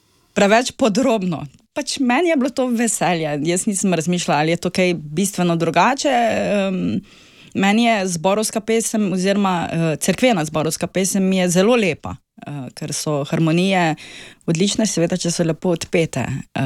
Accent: Kostanjevica na Krki, Lower Carniola, Slovenia; moved away as an adult; also born or lived in Novo Mesto; now in Styria, Slovenia; Dolenjske Benetke, Kostanjevica na Krki, osnovna šola Jožeta Gorjupa, to je bilo prvih 8 let šolanja, potem Novomeška gimnazija.

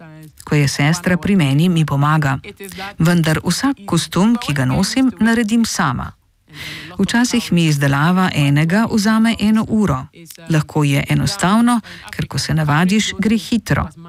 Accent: Ghana; Slovenian is a second language; Naslov povezujem z zasedbo, ker sem iz Gane. Jaz pojem afriško, oni igrajo. Jaz prinašam groove, oni to naredijo dostopno za Evropo, jaz pa za Afriko.

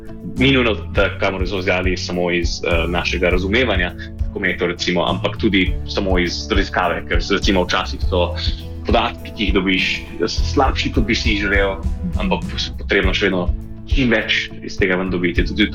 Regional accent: Central Slovenia, Slovenia; moved away; Okolica Ljubljane, bom rekel, mal smo razprašeni, ampak smo v okolici Ljubljane. Vračam se manj pogosto, kot bi si želel, ampak nekajkrat.

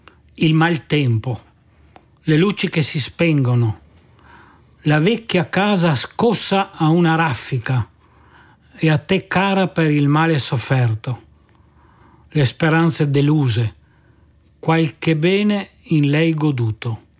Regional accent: Trieste, Friuli-Venezia Giulia, Italy; La conoscevo questa poesia, la leggo e mi commuovo a leggere questa poesia da triestino.

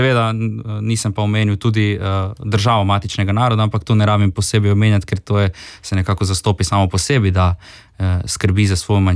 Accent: Rijeka, Primorje-Gorski Kotar County, Croatia; now in Ljubljana, Slovenia; Že moje ozadje, da sem reški Slovenc, v bistvu, da prihajam iz Reke

